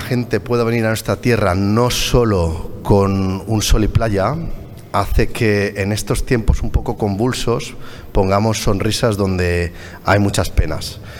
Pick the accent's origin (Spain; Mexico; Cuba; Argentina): Spain